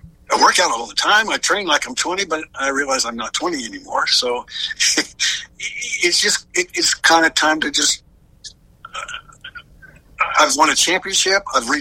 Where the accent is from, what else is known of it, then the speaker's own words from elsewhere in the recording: Oklahoma City, Oklahoma, United States; moved away; My hometown's Oklahoma City